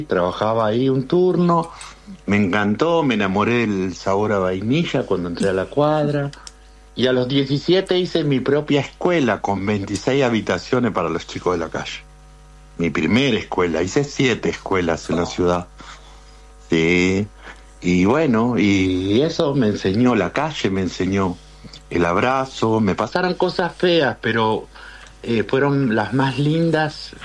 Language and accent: Spanish; La Plata, Buenos Aires Province, Argentina; Yo soy de La Plata.